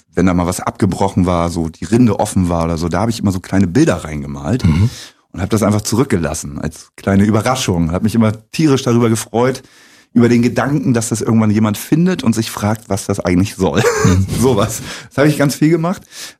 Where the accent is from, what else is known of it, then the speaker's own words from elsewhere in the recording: Lower Saxony, Germany; now in Zeuthen, Germany; Genau, bei Bremen.